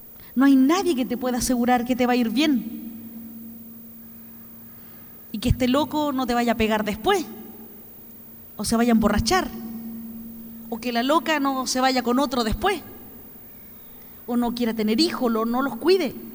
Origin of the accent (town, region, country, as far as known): Chile